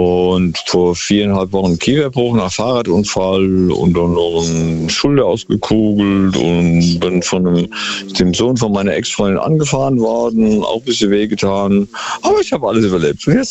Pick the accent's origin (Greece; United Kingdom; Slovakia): Greece; Crete; Und dann am 5. von Athen übersieht nach auf Kreta, meine Heimat eigentlich, Paide Castro.